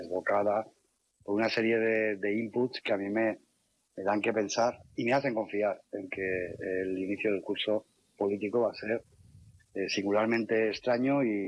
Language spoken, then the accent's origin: Spanish; Alicante, Valencian Community, Spain; moved away; me ha dado tiempo a viajar a mi tierra, a Alicante, a Benidorm